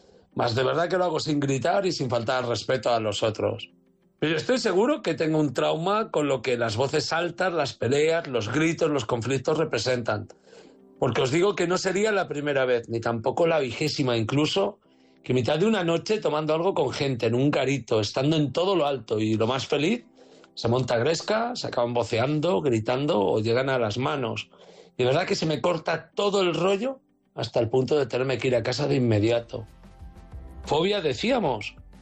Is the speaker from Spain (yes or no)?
yes; Castile, Spain; now in Vigo, Spain; Soy el castellano que se enamoró de Vigo.